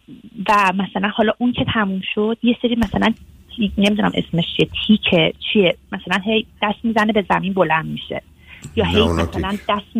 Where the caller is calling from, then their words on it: Germany; ما از آلمان هستیم آقای دکتر.